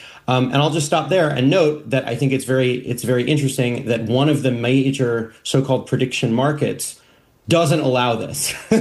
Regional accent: Santa Monica, California, United States; And I should note, I grew up in Santa Monica, California, right next door to the Pacific Palisades.

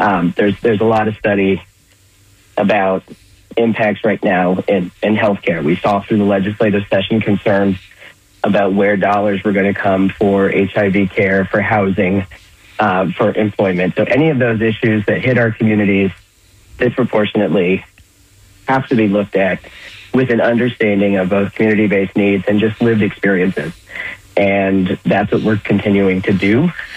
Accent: Florida, United States; I mean, I'm from Florida. I'm kind of fresh.

